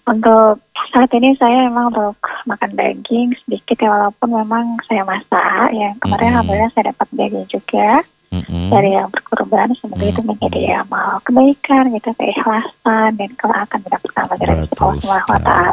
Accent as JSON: {"language": "Indonesian", "region": "Southeast Sulawesi", "country": "Indonesia", "said": "Bukan, Mie, Beto, orang Buton."}